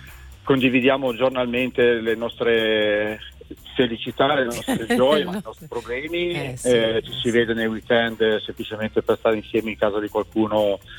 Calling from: Albenga, Liguria, Italy; Io sono di Albenga, in provincia di Savona.

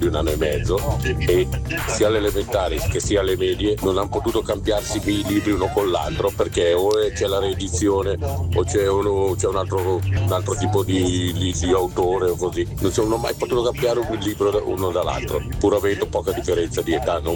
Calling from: Como, Lombardy, Italy; Buongiorno

